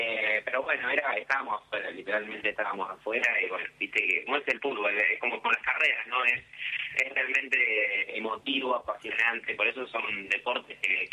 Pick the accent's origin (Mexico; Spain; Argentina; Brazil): Argentina; y como argentino, viste, pero más quiero Argentina